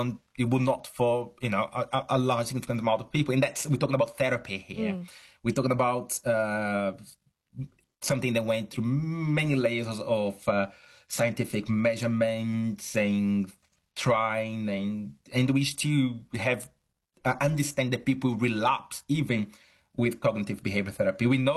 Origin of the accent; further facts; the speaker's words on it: Brazil; now in Chichester, United Kingdom; I'm originally from Brazil, though I'm academic in at the University of Chichester in the UK. I see a lot of that also in Brazil.